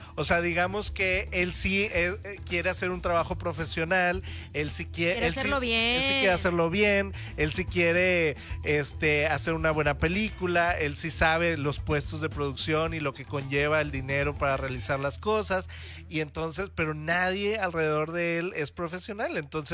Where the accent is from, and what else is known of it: Mexico